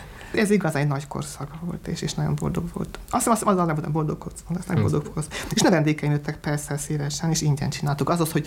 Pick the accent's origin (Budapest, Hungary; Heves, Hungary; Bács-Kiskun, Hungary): Budapest, Hungary; born there; Én Tabánban születtem egészen szegény körülmények között, engem még fateknőben fürdettek